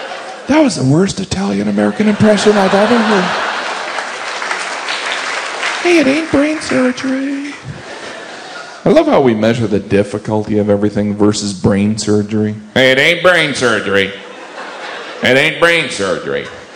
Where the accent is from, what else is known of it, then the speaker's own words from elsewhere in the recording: United Kingdom; accent: British; And don't be thrown by my British accent.